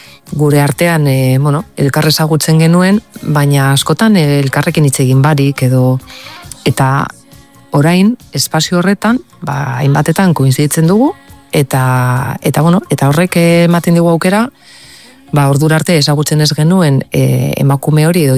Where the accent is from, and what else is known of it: Arrigorriaga, Basque Country, Spain